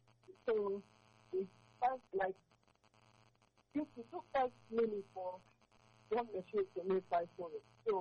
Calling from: Taipei, Taiwan; Yeah, I'm calling from Taipei.

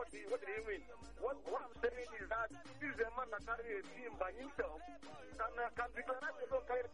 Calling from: Aba, Abia, Nigeria; From Abba.

